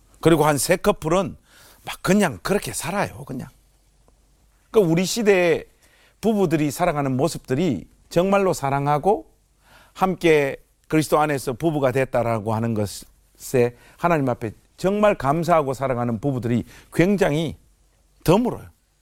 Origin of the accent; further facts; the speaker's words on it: Gyeongsang, South Korea; 제가 경상도 남자잖아요.